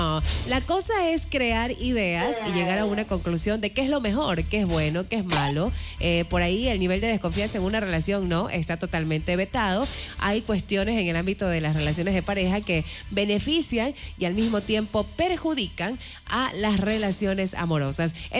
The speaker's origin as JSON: {"language": "Spanish", "country": "Ecuador", "said": "los ecuatorianos"}